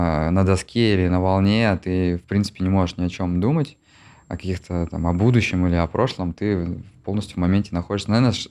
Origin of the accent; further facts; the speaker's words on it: Syktyvkar, Komi Republic, Russia; Я вырос в Сыктывкаре.